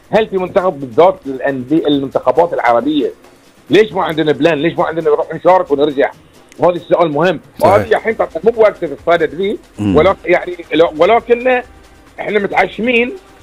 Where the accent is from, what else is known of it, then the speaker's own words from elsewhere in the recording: Bahrain; عندنا في البحرين